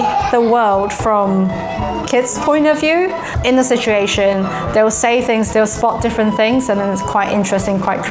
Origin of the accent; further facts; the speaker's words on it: China; English is a second language; I'm Chinese. We moved back to Shanghai partly because I want the kids to learn Chinese